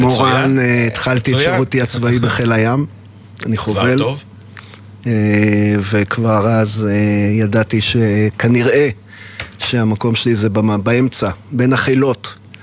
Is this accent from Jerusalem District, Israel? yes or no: yes; Jerusalem, Jerusalem District, Israel; אז אני יליד ירושלים.